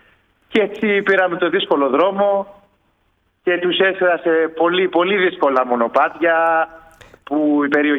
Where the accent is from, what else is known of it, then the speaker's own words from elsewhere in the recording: Lefkimmi, Ionian Islands, Greece; moved away as an adult; also born or lived in Athens; Και έτσι κάποια στιγμή αποφάσισα να γυρίσω στον τόπο μου. Λοκάτω στη Λευκύμη, μαζί με τη σύζυγό μου, έχω μια σχολή χορού και τέχνης.